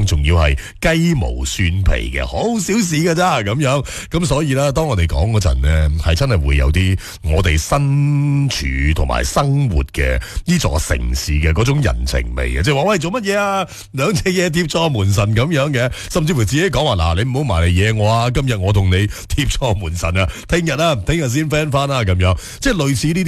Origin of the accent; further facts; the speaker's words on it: Guangdong, China; 即係我哋广东人讲呢